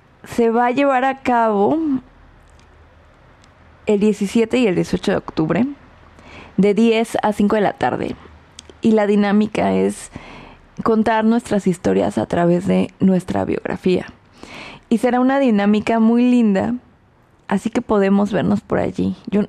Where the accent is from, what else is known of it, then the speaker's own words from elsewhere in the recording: Mexico City, Mexico; moved away as an adult; now in Stuttgart, Germany; regresar a la Ciudad de México después de 13 años de estar aquí en Alemania